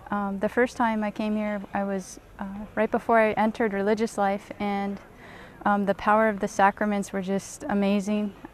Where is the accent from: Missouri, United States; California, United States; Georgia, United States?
Georgia, United States; I'm from Georgia in the USA, and this is my third time in Medjugorje.